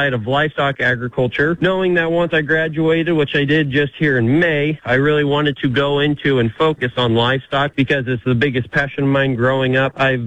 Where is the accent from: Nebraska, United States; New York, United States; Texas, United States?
Nebraska, United States; Wisner; So I grew up in a small town of Wisner, Nebraska. I still live there about 8 miles north. I grew up raising show pigs and show chickens, and I still raise both of them to this day with my family.